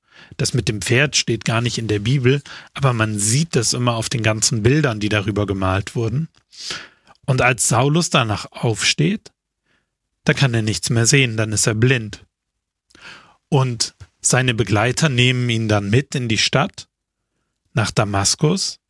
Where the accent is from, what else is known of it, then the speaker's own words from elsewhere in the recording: Austria; Zumindest heißt sie bei uns in Österreich so.